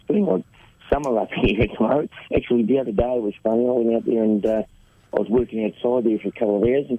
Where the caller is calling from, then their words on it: Tamworth, New South Wales, Australia; In Tamworth, mate, yeah.